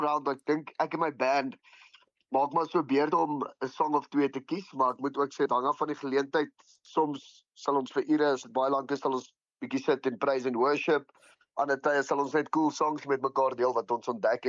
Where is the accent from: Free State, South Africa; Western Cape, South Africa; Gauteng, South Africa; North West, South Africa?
Gauteng, South Africa; Pretoria; So ek was gebore in Pretoria, ek het daar groot geword, ek het vir 21 jaar in precies dieselfde huis gebly daar in die ooste van Pretoria. Ek was vir 2 jaar in Hoërskool Menlo Park gewees, toe het ek geskuif Garsfontein toe